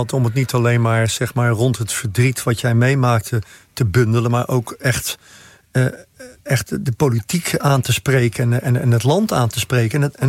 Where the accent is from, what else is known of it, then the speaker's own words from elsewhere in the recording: Flanders, Belgium; Ja, in Nederland, ik spreek jou er nu over als Vlaming